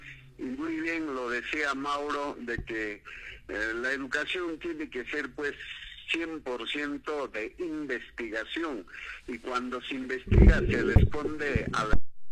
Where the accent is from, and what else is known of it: Peru